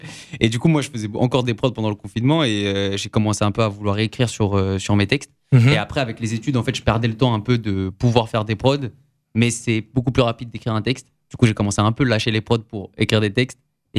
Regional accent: Cergy, Île-de-France, France; now in Paris, France; J'ai 25 ans. Okay. J'habite à Paris dans le 19e arrondissement. J'ai grandi à Cergy en plus.

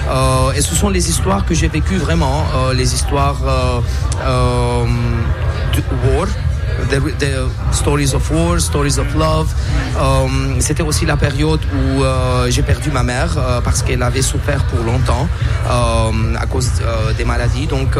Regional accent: Lebanon; moved away as an adult; now in Armenia; je suis libanais, mais aussi j'ai d'origine arménienne.

